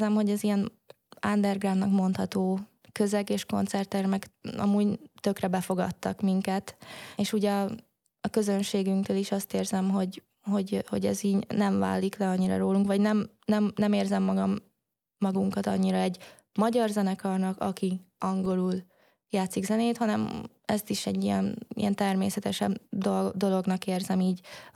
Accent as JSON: {"language": "Hungarian", "country": "Hungary", "moved": "as an adult", "lives_now": "Tallinn, Estonia", "said": "hogyha ott ülök egyedül magyarként"}